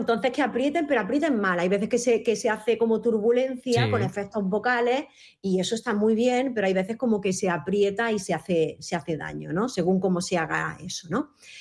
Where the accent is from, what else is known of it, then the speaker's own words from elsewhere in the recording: Loja, Andalusia, Spain; tenía una coral del conservatorio, bueno, coral allí en Loja, en mi pueblo. Y de pequeñita yo ya crecí con la música, ¿no?